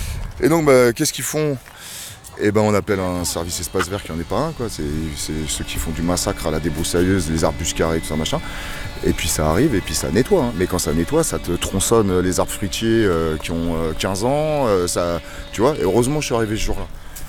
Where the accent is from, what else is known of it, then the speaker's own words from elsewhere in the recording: Bondy, Île-de-France, France; also born or lived in Livry-Gargan / Les Pavillons-sous-Bois; Je suis né à Livry-Gargan, j'ai grandi à Bondy et Pavillon-sous-Bois, c'est pas loin d'ici.